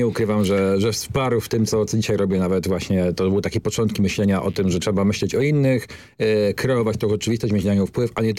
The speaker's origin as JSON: {"language": "Polish", "town": "Sosnowiec", "region": "Silesian Voivodeship", "country": "Poland", "said": "ja jestem akurat z Sosnowca, obok Katowic"}